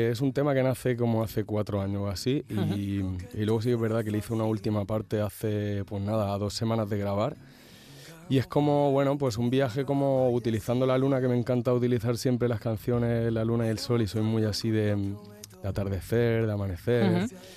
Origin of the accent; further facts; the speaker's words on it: Catalonia, Spain; born there; now in Mallorca, Spain; estoy a 1 hora de Barcelona o así